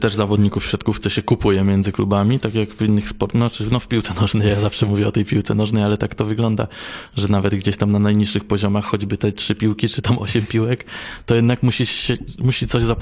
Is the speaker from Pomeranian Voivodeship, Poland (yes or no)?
yes; Pomeranian Voivodeship, Poland; A ja jestem z Kaszub, więc u mnie na Kaszubach to jeszcze 20-30 centymetrów.